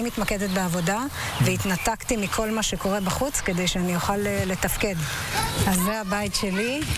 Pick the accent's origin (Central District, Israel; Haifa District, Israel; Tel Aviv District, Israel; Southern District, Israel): Southern District, Israel; בקיבוץ, אני בת קיבוץ.